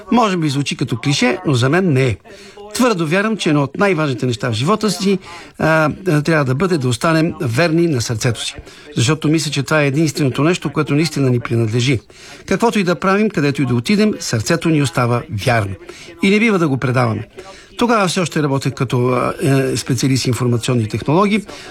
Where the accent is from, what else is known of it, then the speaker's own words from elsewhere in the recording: Sofia, Sofia City, Bulgaria; в родния ми град София